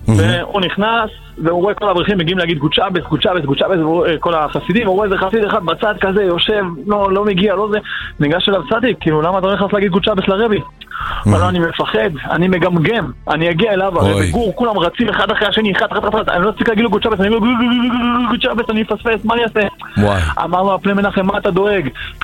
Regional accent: Jerusalem, Jerusalem District, Israel

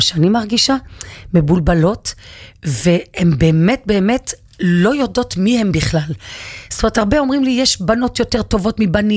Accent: Jerusalem, Jerusalem District, Israel; אני והצפון, מה, מה, אני מירושלים

